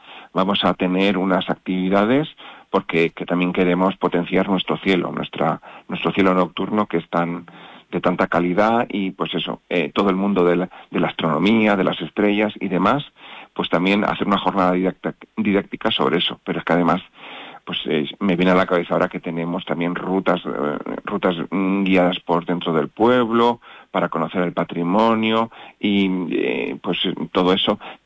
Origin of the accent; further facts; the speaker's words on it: Enguídanos, Castilla-La Mancha, Spain; pues eso es lo que más nos llena a todos los que somos de Enguídanos, y a mí como alcalde, por supuesto, también el primero.